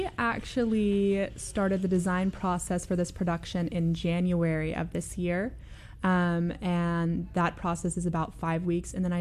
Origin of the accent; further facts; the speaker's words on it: Amarillo, Texas, United States; moved away as an adult; also born or lived in Nevada, Missouri; now in Memphis, United States; I'm from Amarillo, Texas.